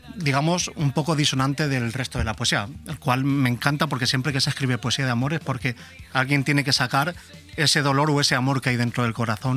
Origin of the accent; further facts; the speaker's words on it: Benidorm, Valencian Community, Spain; Pues muy bien, encantado de estar aquí en Benidorm, en mi tierra